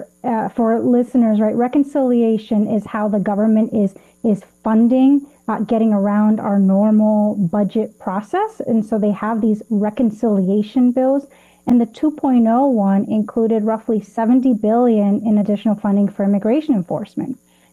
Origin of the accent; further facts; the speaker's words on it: Los Angeles, California, United States; So I grew up in Los Angeles. My family actually used to drive to Tijuana, to Mexico, cross the border in order to get medical help, to get healthcare.